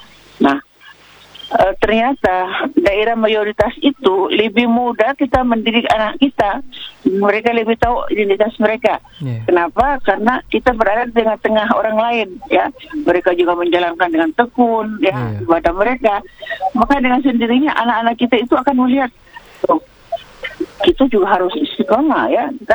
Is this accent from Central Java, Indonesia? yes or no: no; North Maluku, Indonesia; also born or lived in Ambon; Ternate itu suasananya kan beda ya, auranya beda karena memang di sini mayoritas muslim ya. Tapi secara budaya kita di Maluku Utara itu beda dengan di daerah lain